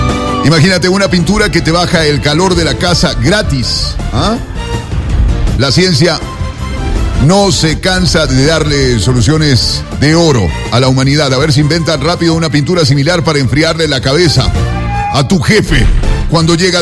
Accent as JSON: {"language": "Spanish", "town": "Quito", "region": "Pichincha", "country": "Ecuador"}